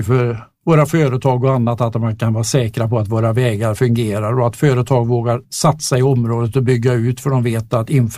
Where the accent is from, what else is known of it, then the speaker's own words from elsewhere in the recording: Mariestad, Västra Götaland County, Sweden; från Mariestad. Jag är i grund och botten lantbrukare där i tredje generationen tillsammans med min bror utanför Mariestad.